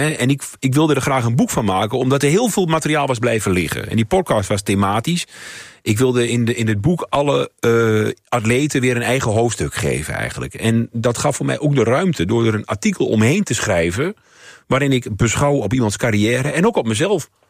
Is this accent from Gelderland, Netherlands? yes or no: no; Overijssel, Netherlands; ik kom uit Twente.